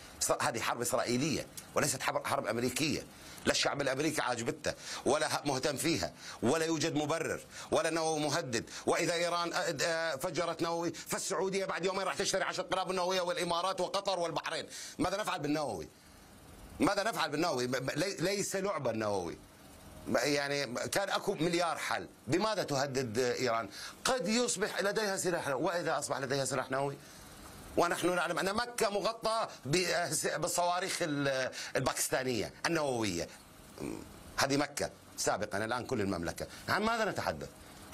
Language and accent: Arabic; Iraq; مثل الزيدي عندنا بالعراق،